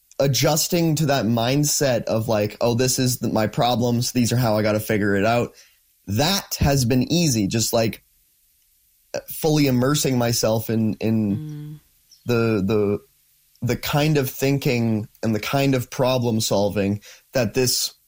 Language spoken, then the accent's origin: English; Colehurst, Alberta, Canada; So I grew up in Colehurst, Alberta.